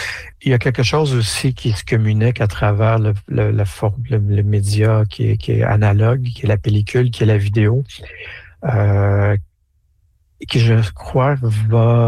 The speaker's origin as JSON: {"language": "French", "town": "Montreal", "region": "Quebec", "country": "Canada", "tie": "born or raised there", "moved": "as an adult", "lives_now": "Ontario, Canada", "said": "je suis de Montréal et dans ma jeunesse et même... à travers jusqu'à temps que je quitte Montréal pour m'installer en Ontario"}